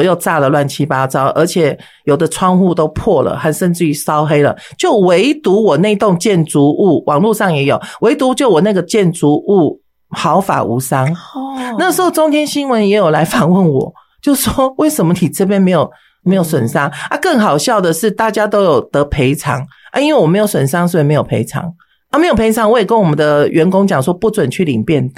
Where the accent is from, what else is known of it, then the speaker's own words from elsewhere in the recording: Taiwan; born there; 我父母都是外省人，都是外省，都是大陆人齁。好，那我是出生在台湾的外省的第二代。那么我们从小从出生在郑先生里面是没有在拿香拜拜的。